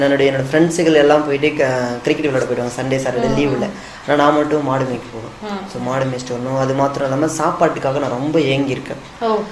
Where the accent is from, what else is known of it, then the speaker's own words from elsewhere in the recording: Kallakurichi, Tamil Nadu, India; also born or lived in Delhi; எனக்கு சின்ன வயசில் வந்து எங்கள் அப்பா அம்மா எல்லாருமே வந்து பார்த்தீங்கன்னா டெல்லியில் இருந்தாங்க. நான் வந்து சிறு வயதுல நாங்கள் டெல்லியில் தான் நான் பிறந்தது. எனக்கு 5 வயசு ஆன உடனே எங்கள் அப்பா அம்மாலாம் எங்கள் கள்ளக்குறிச்சி தான் எங்களுடைய நேட்டிவ் பிளேஸ்.